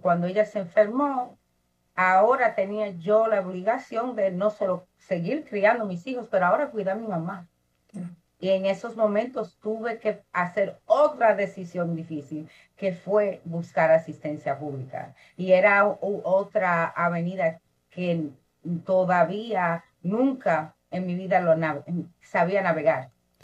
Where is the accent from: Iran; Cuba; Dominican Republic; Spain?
Dominican Republic